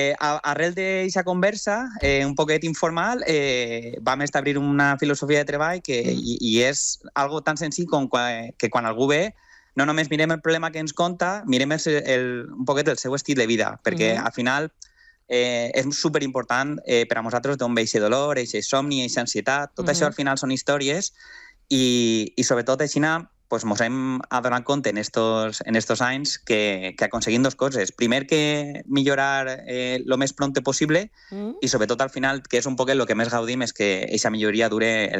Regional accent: Valencian Community, Spain; Com a bon valencià que sóc

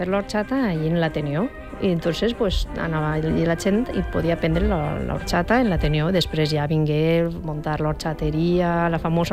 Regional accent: Alboraia, Valencian Community, Spain; vam eixir molts, molts dels músics professionals que som ara d'Alboraia.

